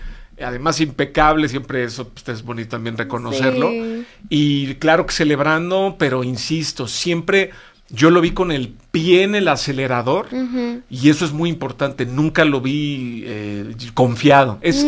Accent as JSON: {"language": "Spanish", "country": "Mexico", "said": "entendiendo como mexicanos"}